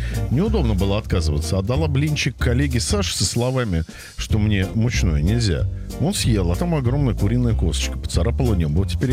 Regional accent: Astrakhan, Astrakhan Oblast, Russia; из Астрахани.

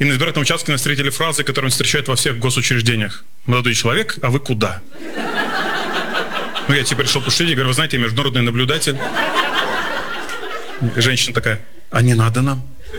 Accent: Moscow, Russia; А я москвич, прикиньте. У меня, как у любого москвича, есть квартира в Москве. Она, естественно, от бабушки досталась.

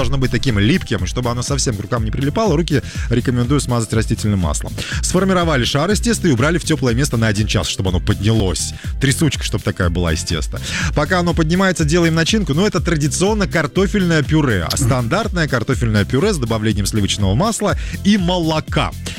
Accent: Urals, Russia; А я с Урала, парень.

